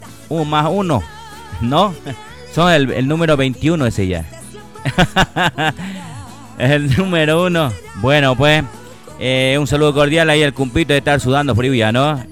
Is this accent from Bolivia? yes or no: yes; Mizque, Cochabamba, Bolivia; Ella es una misqueña de corazón, ¿no? Allá de mi tierra, ¿eh?